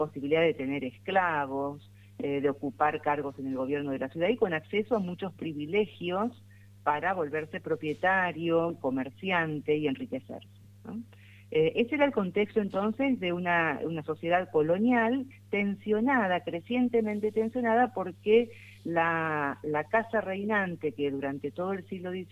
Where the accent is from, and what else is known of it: Argentina